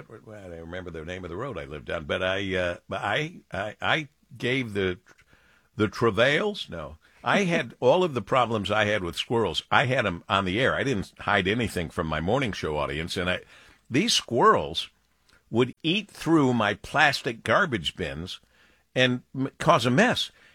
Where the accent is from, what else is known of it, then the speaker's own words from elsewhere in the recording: Monroe, Michigan, United States; when I grew up on Tremont Street in Monroe, Michigan.